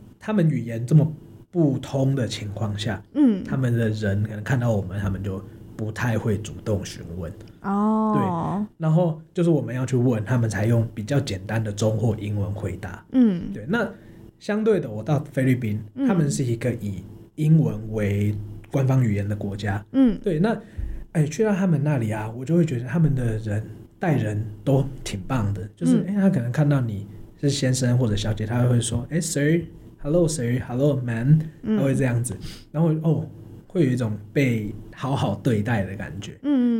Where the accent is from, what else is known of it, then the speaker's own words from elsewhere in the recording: Taiwan; 我觉得我们台湾人都还蛮友善的。